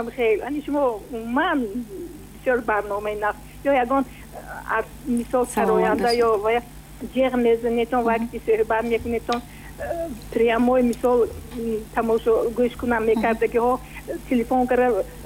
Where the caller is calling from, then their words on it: Dushanbe, Tajikistan; ман аз шаҳри душанбе як нафақахӯр